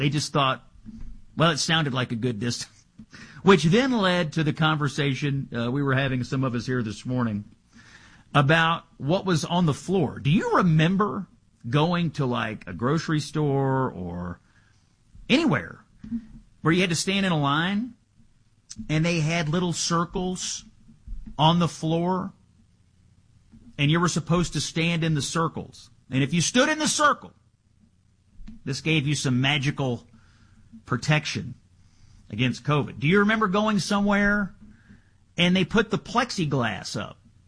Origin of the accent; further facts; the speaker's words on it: Kentucky, United States; Rand Paul, my home state senator, from Kentucky, by the way